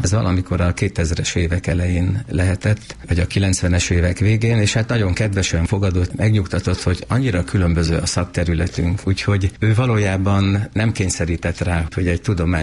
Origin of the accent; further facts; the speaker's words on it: Külsővat, Veszprém County, Hungary; egy kis dunántúli faluban nőttem fel, Külsővatnak hívják, amely nagyon gazdag régészeti emlékekben